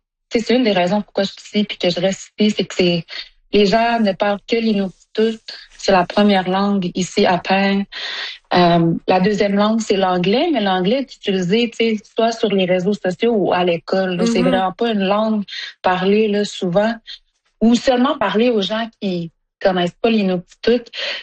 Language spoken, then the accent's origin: French; Sept-Îles, Quebec, Canada; Ben moi j'ai grandi à Sept-Îles